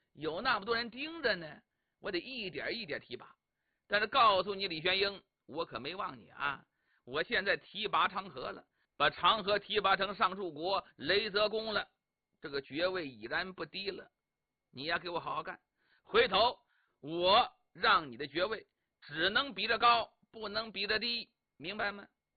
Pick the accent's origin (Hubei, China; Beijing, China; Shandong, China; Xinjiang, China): Shandong, China; Dingtao; 济阴郡就是我的老家山东定陶那一带。